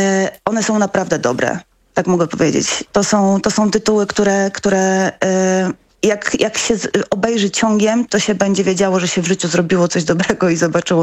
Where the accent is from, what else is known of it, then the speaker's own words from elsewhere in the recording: Poznań, Greater Poland Voivodeship, Poland; tak jak poznaniacy